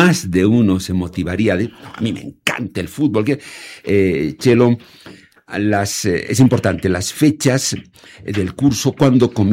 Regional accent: Bolivia

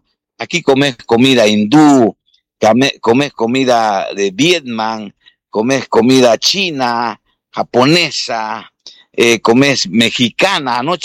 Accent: Bolivia; Obviamente, cada migrante boliviano

